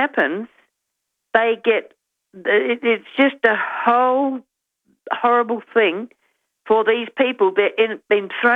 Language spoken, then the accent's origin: English; Snowtown, South Australia, Australia; born there; And you know, I mean, I was born in Snowtown